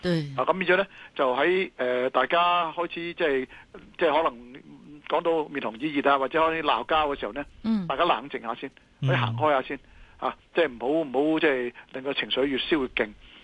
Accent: China; 所以我哋中国人有一句说话叫上医治未病，预防胜于治疗。

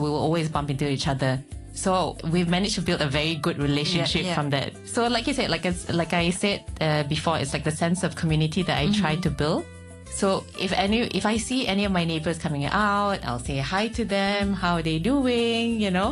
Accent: Malaysia; now in Hong Kong; Because growing up in Malaysia, there's always a natural habit of getting to know your neighbors or getting to know people around you.

